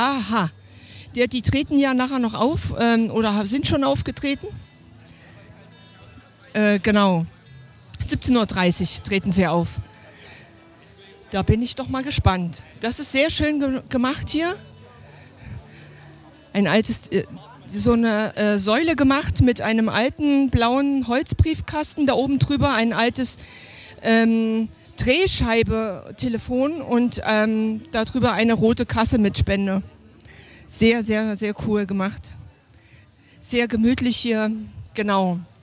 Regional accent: East Germany, Germany; ich bin ja hier auch quasi aus dem Osten. Also ich bin aus dem Osten.

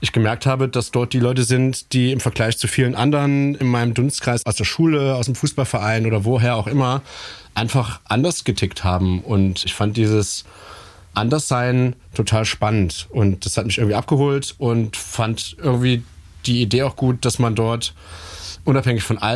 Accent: Trier, Rhineland-Palatinate, Germany; Und das ging in Trier, wo ich herkomme, ganz gut, weil das so eine Testregion war für Carlsberg Brauerei.

